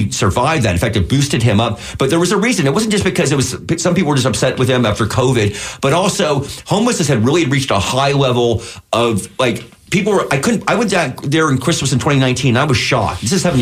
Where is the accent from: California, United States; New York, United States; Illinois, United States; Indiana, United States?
California, United States; San Francisco; a native San Franciscan and a native Californian, loving my home area